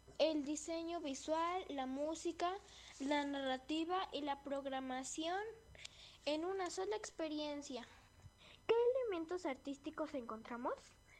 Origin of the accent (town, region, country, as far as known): Hidalgo, Mexico